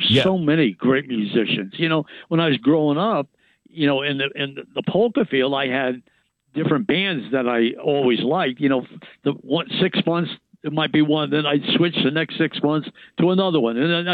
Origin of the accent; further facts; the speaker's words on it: Florida, New York, United States; I've lived in the same house in the Village of Florida, New York, all my life. Lived at home with my parents, and it was on a street called Maple Avenue. And my father was born right across from where I live now